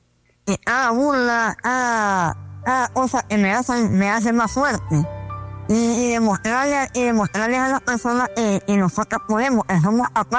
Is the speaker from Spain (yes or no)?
no; Nicaragua; soy originario de Nicaragua